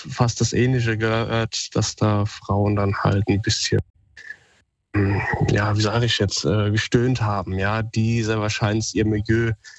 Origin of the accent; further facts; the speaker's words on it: Wiesbaden, Hesse, Germany; Zweite Geschichte natürlich, ich komme aus Wiesbaden, Wilhelmstraße, ist, glaube ich, auch für den einen oder anderen auch bekannt in den vier Jahreszeiten.